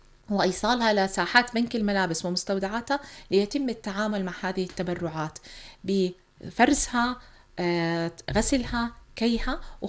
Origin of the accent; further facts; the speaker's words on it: Jordan; إحنا كمجتمع أردني